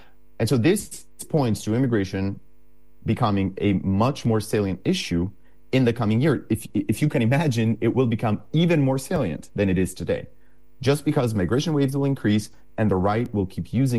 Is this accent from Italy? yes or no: yes; Italy; I am from Italy, a country that in the past century has seen massive emigration from Italy to Germany and to the United States.